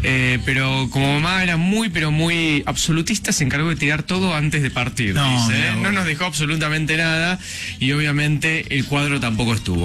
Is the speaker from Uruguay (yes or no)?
no; Morón, Buenos Aires Province, Argentina; Hola chicos … de Morón.